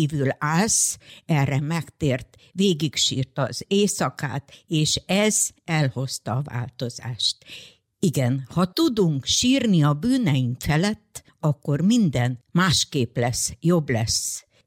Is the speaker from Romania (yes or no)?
no; Zakarpattia Oblast, Ukraine; moved away as an adult; now in Debrecen, Hungary; Férjem odavalósi ott született, én is onnan származok.